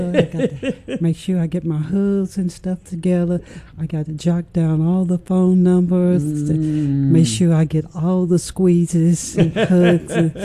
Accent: Memphis, Tennessee, United States; I'm original here from Memphis, Memphis, Tennessee.

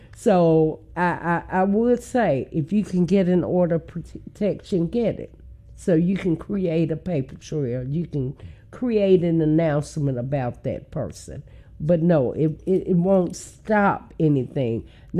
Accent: Memphis, Tennessee, United States; Now, I grew up in South Memphis.

